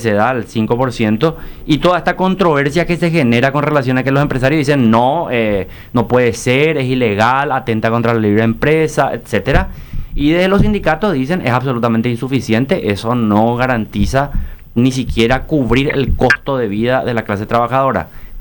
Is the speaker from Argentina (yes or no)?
yes; Argentina; born there; also born or lived in Paraguay; Yo no soy nacionalizado, soy natural paraguayo por vientre, derecho de vientre. La Constitución garantiza. O sea, yo soy paraguayo también, pero nací en la Argentina.